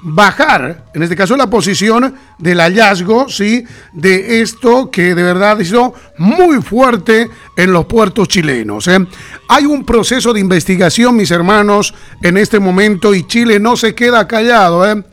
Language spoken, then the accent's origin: Spanish; Bolivia